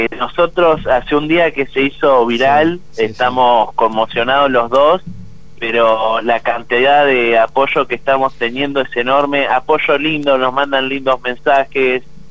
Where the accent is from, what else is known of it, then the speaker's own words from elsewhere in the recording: Mar del Plata, Buenos Aires Province, Argentina; Yo soy de acá de Mar del Plata, al igual que mi compañero con el que estoy haciendo todo, que es Leandro.